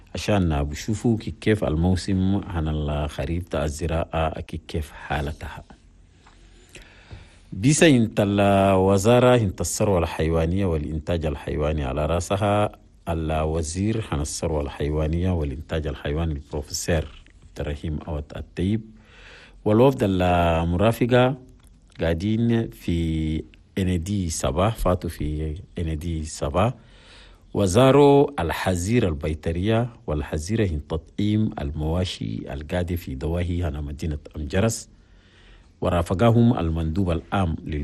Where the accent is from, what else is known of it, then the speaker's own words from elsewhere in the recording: Chad; هنا بلدنا تشاد